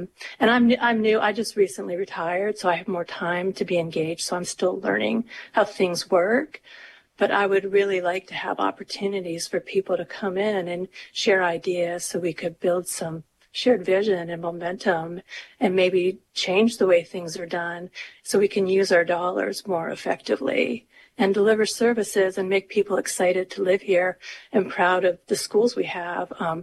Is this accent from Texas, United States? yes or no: no; Soldotna, Alaska, United States; from Soldotna